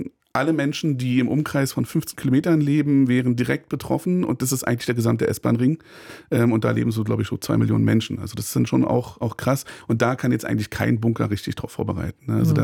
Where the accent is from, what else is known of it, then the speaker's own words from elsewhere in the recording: Berlin, Germany; ich bin ja hier in Ost-Berlin aufgewachsen